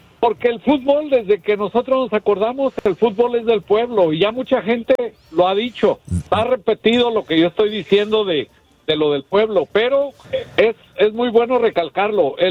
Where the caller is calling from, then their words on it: Monterrey, Nuevo León, Mexico; Órale, pues, Regio, órale.